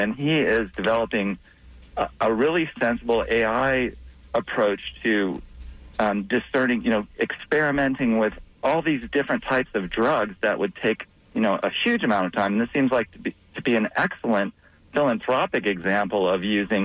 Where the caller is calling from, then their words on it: Tampa, Florida, United States